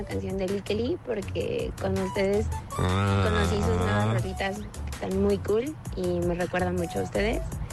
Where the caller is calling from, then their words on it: Mexico City, Mexico; de la Ciudad de México.